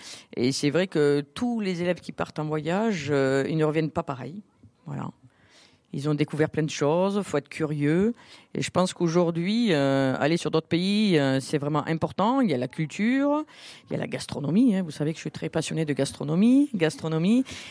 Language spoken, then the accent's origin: French; Southern France, France; accent: southern (accent du Sud); Je travaille un peu plus mon anglais, voilà. Alors, ça fait rire tout le monde avec mon petit accent du Sud.